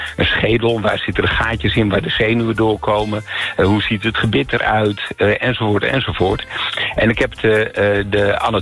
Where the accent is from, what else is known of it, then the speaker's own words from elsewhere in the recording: Amsterdam, North Holland, Netherlands; moved away as an adult; now in North Holland, Netherlands; Nou, ik kom wel uit Amsterdam. Ik woon nu in Noord-Holland